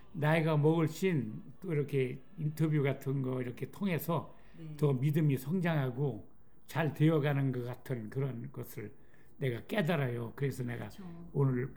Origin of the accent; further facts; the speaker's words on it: Gongju, South Chungcheong, South Korea; now in United States; 우리 고향 충청남도 공주